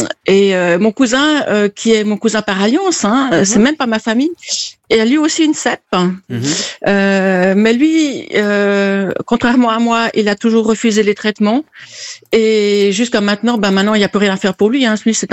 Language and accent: French; Italy; Il est chez nous en Italie. Non, il est là en Italie.